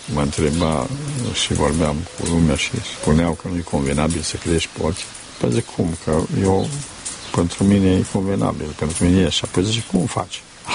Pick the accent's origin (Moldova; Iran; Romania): Romania; Sălaș; cam m-am crescut la Sălaș, nu vreau să mă bag până acolo în spate